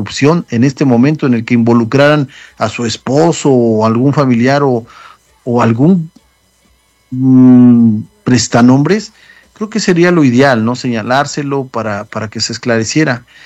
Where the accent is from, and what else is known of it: Mexico; now in United States